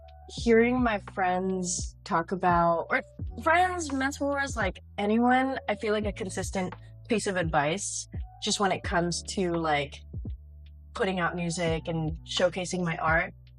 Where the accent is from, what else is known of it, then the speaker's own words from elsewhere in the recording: Philippines; Okay, I know that we're Filipino, but I like, and I will sing this at home